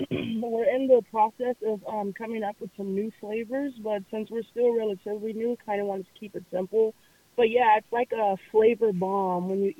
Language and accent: English; Los Angeles, California, United States; now in Humboldt County, United States; No, I am originally from Los Angeles, but I've done a lot of traveling. I've been down south